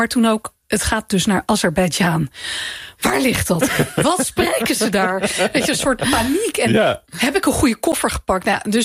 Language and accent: Dutch; Denmark; born there; Dutch is a second language; Want ik ben in Denemarken ooit geboren en die taal raak ik kwijt.